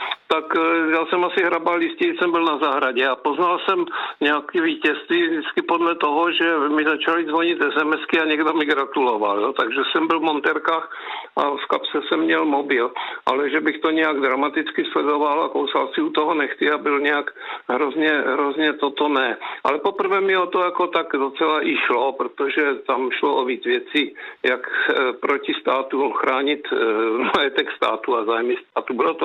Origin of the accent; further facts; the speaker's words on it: South Moravian Region, Czechia; já jsem z Žižkovska, že jo, z Žižkovic